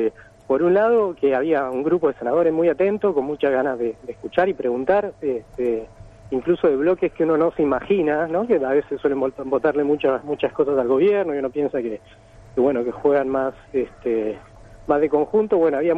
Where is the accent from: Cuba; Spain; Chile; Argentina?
Argentina